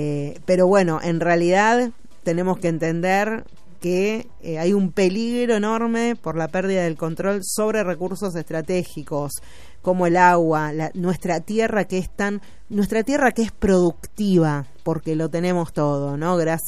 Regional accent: Argentina; Nosotros, los argentinos que estamos acá, que la remamos día a día

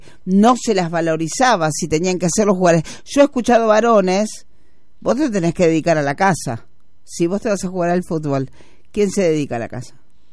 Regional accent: Argentina; nosotros somos Argentina

